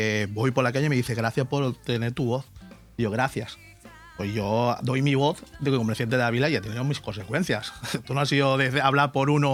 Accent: Villajoyosa, Valencian Community, Spain; desde que hago cosas por mi pueblo o cosas que ya la gente está viendo, que yo hablo de los comercios, porque la verdad es que los comercios no tenemos ayuda ninguna. Todos los comercios de Villajoyosa no tenemos ayuda ninguna.

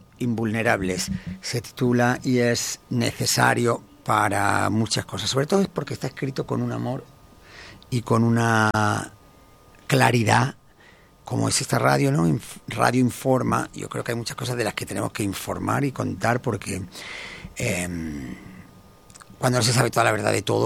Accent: Spain; Yo es que soy muy español, ¿sabes? Soy muy patriótico.

